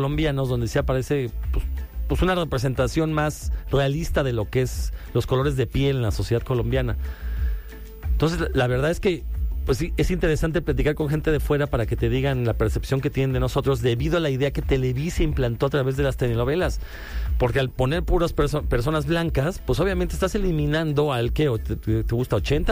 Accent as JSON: {"language": "Spanish", "country": "Mexico"}